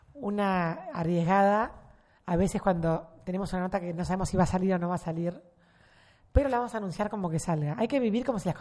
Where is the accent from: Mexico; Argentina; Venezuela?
Argentina; los argentinos lo que nos diferencia es la estructura de clubes.